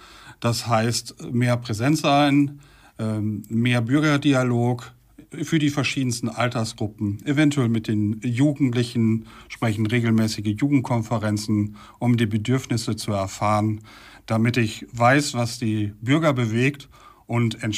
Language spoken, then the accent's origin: German; Holthausen-Biene, Lower Saxony, Germany; wenn ich jetzt zum Beispiel in meinen Heimatort in Holthausen und Biene schaue, dort haben wir na klar eine sehr dörfliche Struktur, einen guten Zusammenhalt